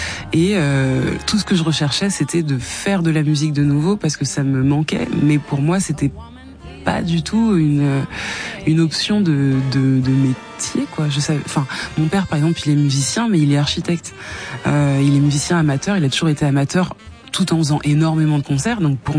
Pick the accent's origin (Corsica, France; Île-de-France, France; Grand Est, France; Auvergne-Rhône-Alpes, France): Auvergne-Rhône-Alpes, France; Lyon; Je suis née à Lyon et j'avais vécu qu'à Lyon jusque-là.